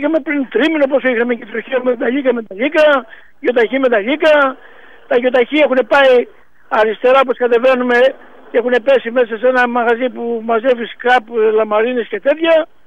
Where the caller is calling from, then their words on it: Greece; Το χωριό μου είναι τα μοιραίικα, όπως ξέρετε, από τους καμένους.